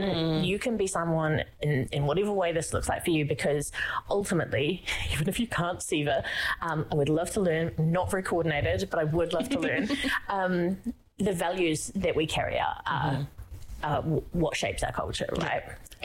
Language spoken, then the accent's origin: English; Christchurch, Canterbury, New Zealand; I grew up in Hūnhei, still a Hūnhei girl, Otatahi, born and bred.